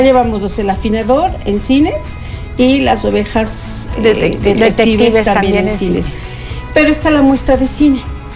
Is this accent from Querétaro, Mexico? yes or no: yes; Querétaro, Mexico; Cuando saben que somos queretanos, ya no salimos.